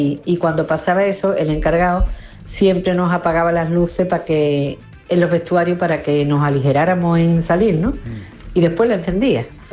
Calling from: Málaga, Andalusia, Spain; de Málaga.

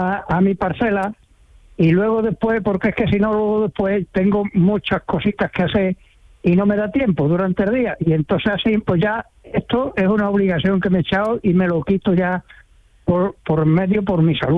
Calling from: Guadalcanal, Andalusia, Spain; Ahora mismo estoy en una parcelita que tengo a 3 kilómetros de Guadalcanal, de provincia de Sevilla.

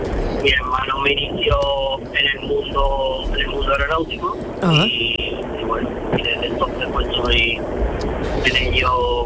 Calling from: Utrera, Andalusia, Spain; tengo 47 años y soy de Utrera. De Utrera

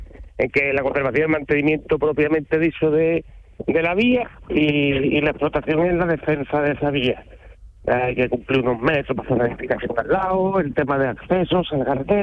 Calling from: Vejer de la Frontera, Andalusia, Spain

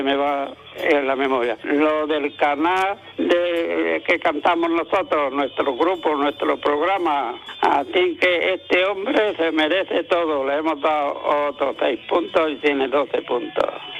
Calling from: Almuñécar, Andalusia, Spain; de Almuñécar

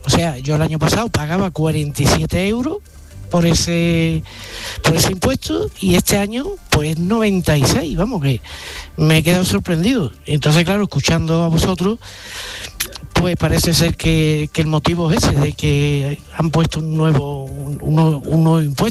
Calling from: Huelva, Andalusia, Spain; de Huelva.

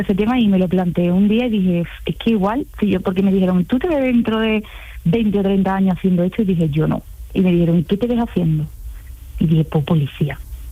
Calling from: Andalusia, Spain; yo soy de la Sierra de Cádiz

